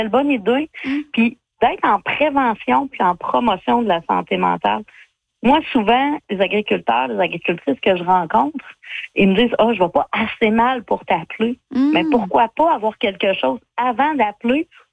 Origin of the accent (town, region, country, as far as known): La Pocatière, Quebec, Canada